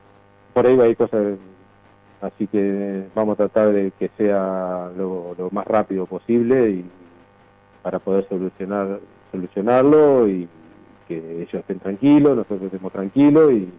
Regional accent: Ramallo, Buenos Aires Province, Argentina; somos de Ramallo

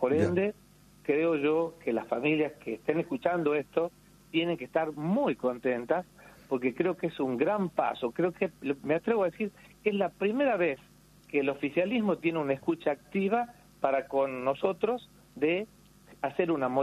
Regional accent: Salta, Argentina; yo soy de Salta, imagínense.

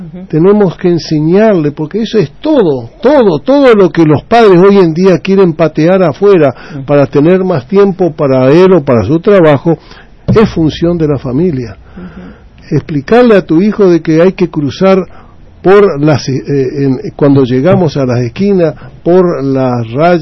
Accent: Clorinda, Formosa, Argentina; yo no aprendí cuando nací y viví en Clorinda, hace 70 años.

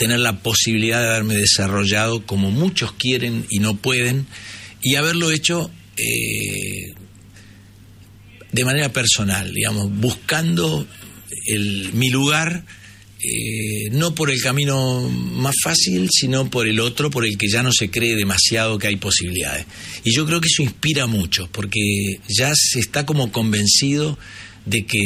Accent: Paraná, Entre Ríos, Argentina; born there; Yo nací en Paraná, en Entre Ríos, en el barrio La Alcantarilla.

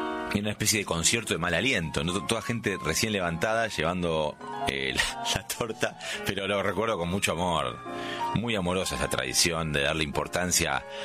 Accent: Buenos Aires, Argentina; ¿Quiénes somos los porteños? Porque hay lugares con identidades más marcadas. Y acá somos una gran mezcla.

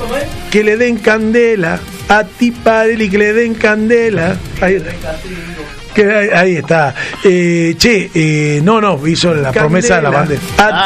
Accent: Tucumán, Argentina; Soy tucumano.

